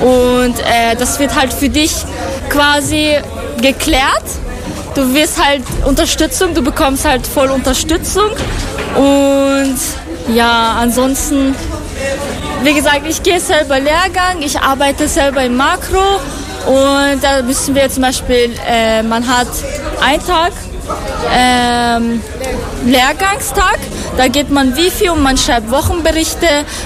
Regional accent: Afghanistan; German is a second language; now in Austria; Ich komme aus Afghanistan.

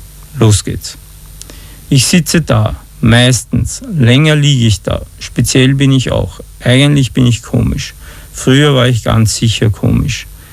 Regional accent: Austria; Und plötzlich sind wir Österreicher alle Sieger

